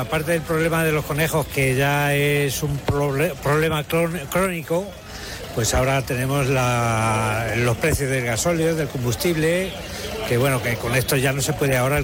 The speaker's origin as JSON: {"language": "Spanish", "town": "Madridejos", "region": "Castilla-La Mancha", "country": "Spain", "said": "Venimos de Madridejos."}